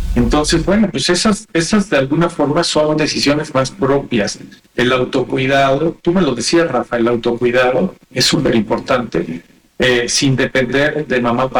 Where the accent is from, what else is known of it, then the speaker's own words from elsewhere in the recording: Mexico; nosotras y a nosotros como familias mexicanas